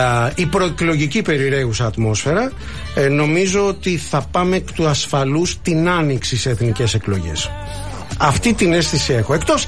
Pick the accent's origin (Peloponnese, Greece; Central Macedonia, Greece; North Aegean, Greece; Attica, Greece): Peloponnese, Greece; Mani; εγώ που είμαι από τη Μάνη.